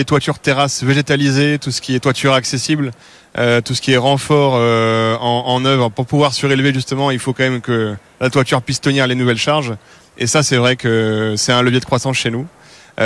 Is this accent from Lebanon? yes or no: no; Strasbourg, Grand Est, France; Et la preuve, ensuite, je suis de Strasbourg. J'ai décidé de quitter l'Alsace pour venir ici pendant 3 jours.